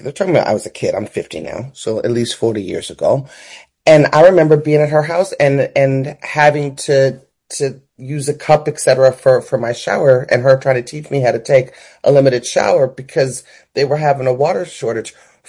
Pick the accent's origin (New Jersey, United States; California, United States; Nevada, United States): Nevada, United States; Las Vegas; So I grew up in Vegas, Las Vegas. My godmother, however, lived in Los Angeles.